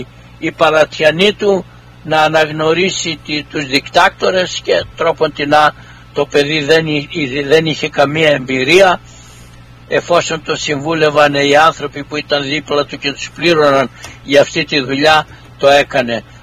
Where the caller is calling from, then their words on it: Northern Greece, Greece; Για εμάς που είμαστε από τη Βόρεια Ελλάδα